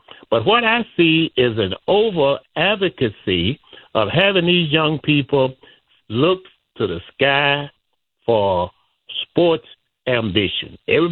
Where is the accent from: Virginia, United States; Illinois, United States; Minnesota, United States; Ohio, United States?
Illinois, United States; Chicago; I'm 81 years old. You and me come out of the same community. I grew up in Chicago. I graduated from Wendell Phillips, went to what was then Wilson College